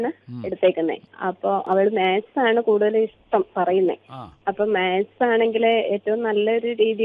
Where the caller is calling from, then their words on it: Kottayam, Kerala, India; ഞാൻ കോട്ടയത്ത് നിന്നാണ് വിളിക്കുന്നത്.